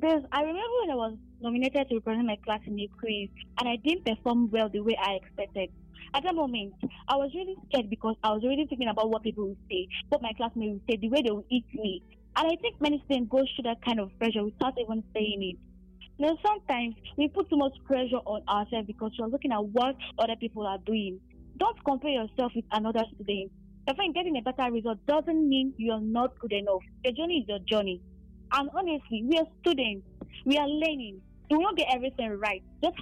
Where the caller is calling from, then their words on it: Nigeria; being a Nigerian citizen comes with plenty of pressures.